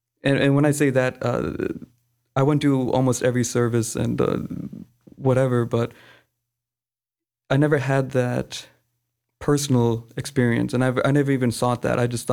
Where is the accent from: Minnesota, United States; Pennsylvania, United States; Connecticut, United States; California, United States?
Pennsylvania, United States; Philadelphia; Philadelphia.